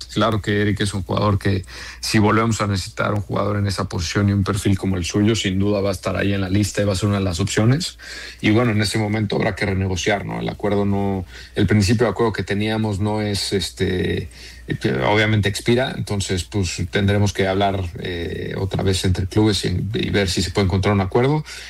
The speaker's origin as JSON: {"language": "Spanish", "country": "Mexico", "said": "por el hecho de ser mexicano"}